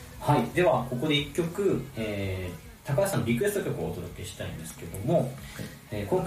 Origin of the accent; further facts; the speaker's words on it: Rifu, Miyagi, Japan; 私の地元です。